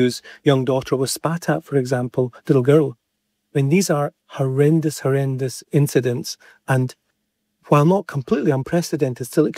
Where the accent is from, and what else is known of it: Scotland, United Kingdom